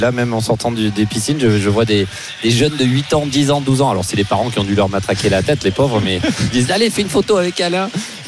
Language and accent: French; France; chez nous en France, à Paris.